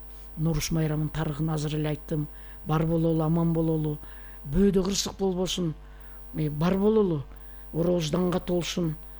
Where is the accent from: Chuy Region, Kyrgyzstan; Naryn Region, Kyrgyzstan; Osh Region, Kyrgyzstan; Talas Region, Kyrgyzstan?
Chuy Region, Kyrgyzstan; Kemin; Өзгөчө жаккан жери туулуп өскөн жерим го. Киндик кан тамган жерим, кеминим. Кеминде.